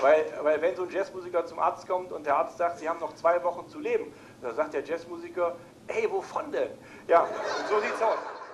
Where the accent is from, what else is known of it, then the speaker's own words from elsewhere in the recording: East Germany, Germany; Ich komme aus dem Osten